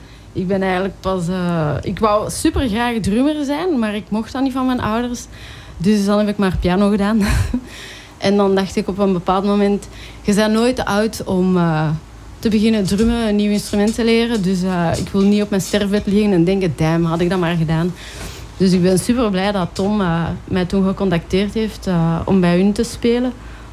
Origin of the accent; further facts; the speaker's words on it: Eppegem, Flanders, Belgium; Nee, gewoon in het jeugdhuis bij ons in Eppegem. In Zemst. De lokale bandjes. En dan zo naar Leuven als we daar gingen studeren.